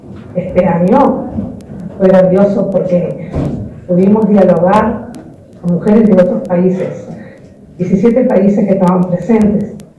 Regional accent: Perito Moreno, Santa Cruz, Argentina; Yo vengo de Perito Moreno, soy chacarera, nací en la chacra donde actualmente vivo, viví toda la vida ahí, tengo 57 años y soy de la tercera generación de chacareros, de los pobladores de Perito Moreno.

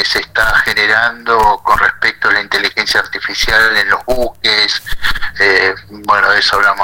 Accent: Argentina

